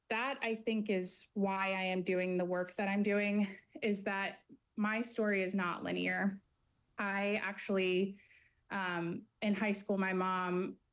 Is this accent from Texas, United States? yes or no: yes; Texas, United States; So I grew up in Texas, and that's where I began studying public health as an undergraduate.